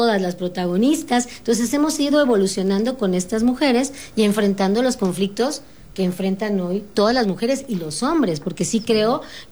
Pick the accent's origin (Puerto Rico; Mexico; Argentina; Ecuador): Mexico; Campeche; porque aparte yo soy de Campeche, no era de Ciudad de México, entonces no conocía mucho.